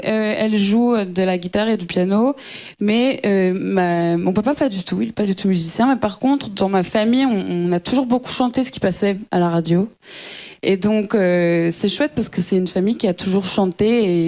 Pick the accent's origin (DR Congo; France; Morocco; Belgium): Belgium; Brussels, Brussels-Capital Region; je viens de Bruxelles.